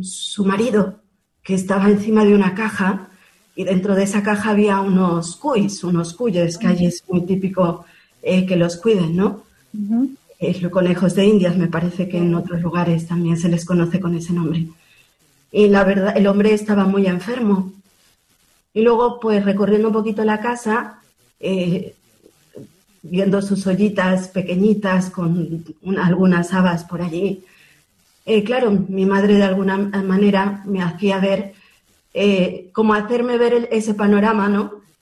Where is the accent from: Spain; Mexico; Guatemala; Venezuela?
Mexico; nosotros, como bien comentaste, somos mexicanos